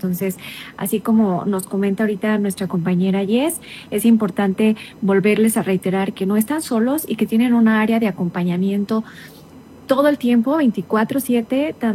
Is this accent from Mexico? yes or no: yes; Mexico